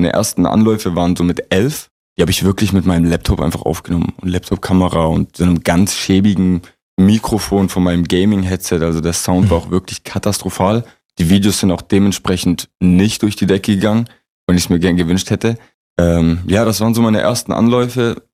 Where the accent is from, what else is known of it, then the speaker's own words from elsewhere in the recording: Leonberg, Baden-Württemberg, Germany; born there; Leonberg.